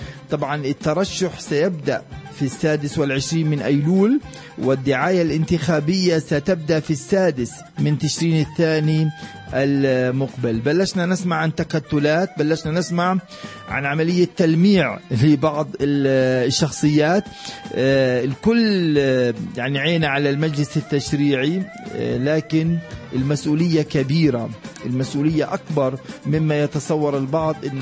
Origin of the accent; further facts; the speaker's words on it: Palestine; في ظل الوضع اللي احنا ما زلنا بنعيشه كفلسطينيين